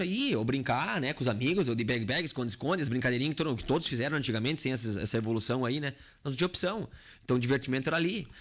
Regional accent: Mormaço, Rio Grande do Sul, Brazil; Eu cresci no interior, eu sou do Mormaço, né? Mormaço, Soledade, que era tudo um chão só, até hoje, né? Então, eu tive sorte, eu sou de 88

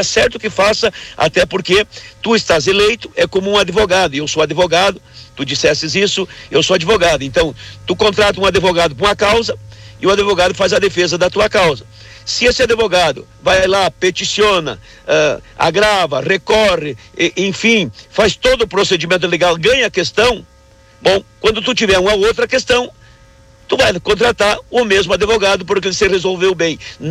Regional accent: Rio Grande do Sul, Brazil; Eu sou gaúcho da gema, né?

